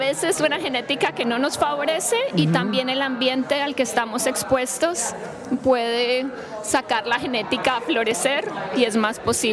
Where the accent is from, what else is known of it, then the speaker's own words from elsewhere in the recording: Colombia; moved away as an adult; now in Columbia, Missouri, United States; Soy colombiana, sí.